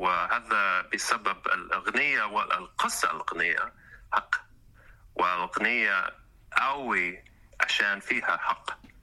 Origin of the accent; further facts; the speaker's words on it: Melbourne, Victoria, Australia; born there; Arabic is a second language; أنا مولد بالملبن، أنا أسترالي وأصلنا كل من غرب أوروبا، وأنا تعلمت العربية بالمدينة أمان أردن، وهذا كان سنة 2019